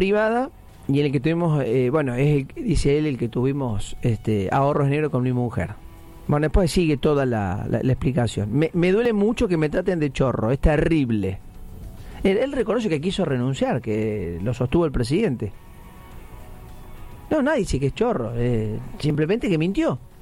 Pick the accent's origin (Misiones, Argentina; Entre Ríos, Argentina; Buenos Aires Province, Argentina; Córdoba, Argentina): Córdoba, Argentina; moved away as an adult; also born or lived in Buenos Aires; yo como cordobés, lo tengo que decir, que debe ser la provincia más informal la de Córdoba.